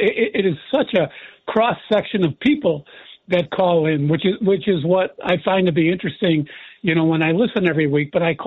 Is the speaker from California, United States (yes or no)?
no; Chicago, Illinois, United States; Bears, you know, stepping into Caleb's second year and wow, you know, pretty successful because we're originally from Chicago.